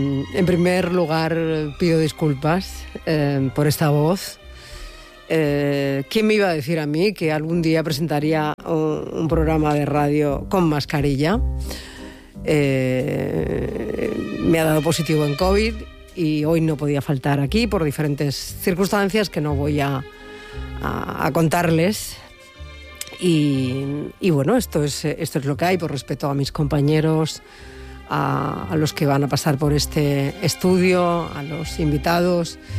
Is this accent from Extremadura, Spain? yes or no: yes; Extremadura, Spain; la Sinfónica del Centro Superior Internacional de Música de Extremadura, que actuaba en mi pueblo, promovida por la asociación cultural que hemos creado allí para promover actos culturales y revitalizar el Castillo de Luna